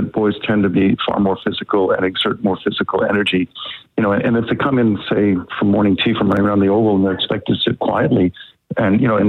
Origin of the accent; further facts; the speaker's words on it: Canada; I am from Canada